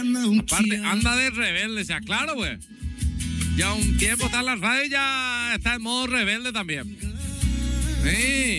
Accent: Paraguay; Nosotros somos paraguayos y tomamos cocido y le metemos chipa.

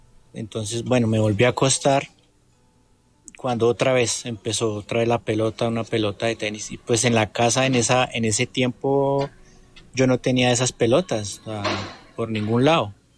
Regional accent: Tabio, Cundinamarca, Colombia; eso fue en mi infancia en Tabio. Pues yo soy de Tabio

